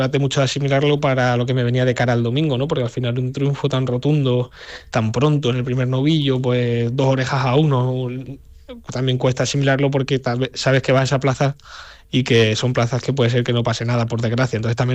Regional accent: Cáceres, Extremadura, Spain

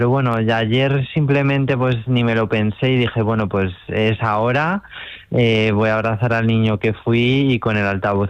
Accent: Spain; también soy muy marchavalero

